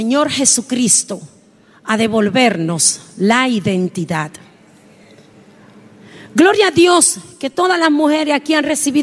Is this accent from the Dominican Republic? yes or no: yes; Miches, El Seibo, Dominican Republic; now in Chicago, United States; Yo soy de Miche, en Santo Domingo.